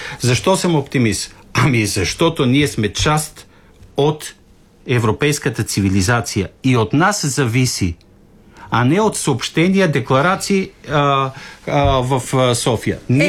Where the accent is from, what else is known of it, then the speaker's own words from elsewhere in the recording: Skopje, North Macedonia; Израснах по улиците на Скопие